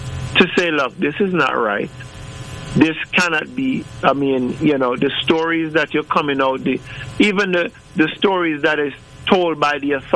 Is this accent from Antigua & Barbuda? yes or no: yes; Antigua & Barbuda; I'm from Antigua